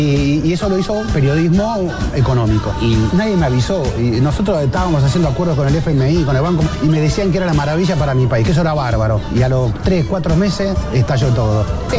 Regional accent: Argentina

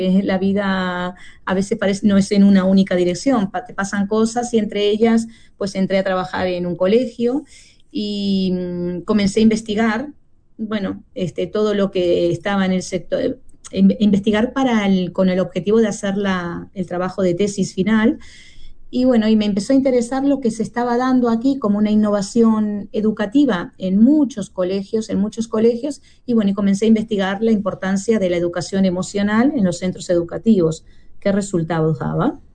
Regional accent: Montevideo, Uruguay; moved away as an adult; now in Spain; la escuela 178 del barrio Borro, que fue un lugar donde yo nací.

